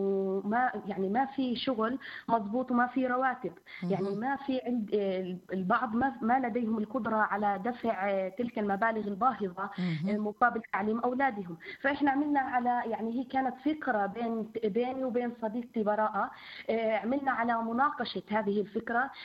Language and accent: Arabic; Hajja, Qalqilya Governorate, Palestine; قريتنا بنحاول انه ننشر على مجلس قروي حجة